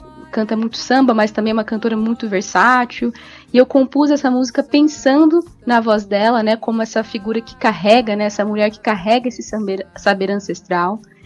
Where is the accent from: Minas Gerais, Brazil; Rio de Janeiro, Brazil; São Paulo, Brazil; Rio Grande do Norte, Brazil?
Minas Gerais, Brazil; Uberlândia; Eu sou de Uberlândia.